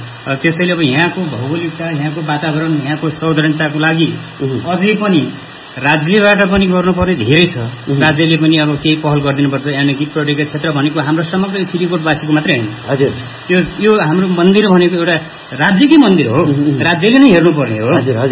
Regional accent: Rolpa, Lumbini Province, Nepal; म हुन चाहिँ यहीँको स्थानीय हो, मेरो जन्म पनि यहीँ भएको हो।

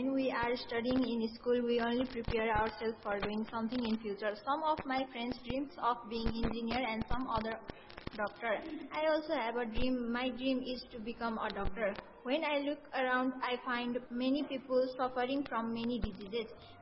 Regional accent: Ganapati, Gandaki Province, Nepal; शुक्रगण्डकी 8 Ganapati.

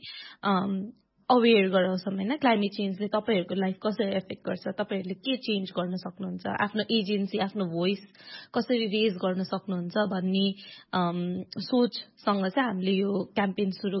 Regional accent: Koshi Province, Nepal; काठमाडौँमा एकदम सेल्टर्ड भएर हुर्केको होइन अनि जब म 14 वर्षको थिएँ त्यति बेला चाहिँ आई वेन्ट मेरो गाउँ पूर्व मोरङमा गएँ म बाबासँग

